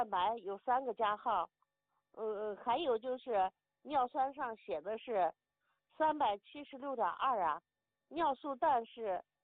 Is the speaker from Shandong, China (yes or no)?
no; Shaanxi, China; 老师，我是陕西的。